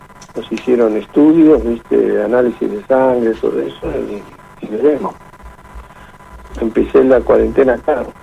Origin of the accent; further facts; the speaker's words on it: Carmen de Areco, Buenos Aires Province, Argentina; Carmen de Areco.